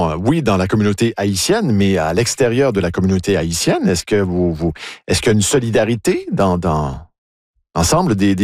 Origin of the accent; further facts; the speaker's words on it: Canada; est-ce que certains envisagent d'aller au nord, c'est-à-dire de se rendre chez nous, au Canada